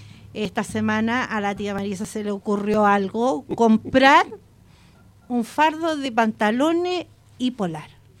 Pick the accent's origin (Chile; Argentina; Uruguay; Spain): Chile